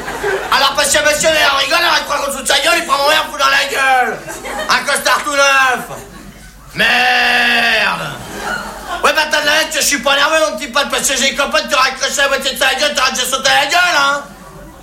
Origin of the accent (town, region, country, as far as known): France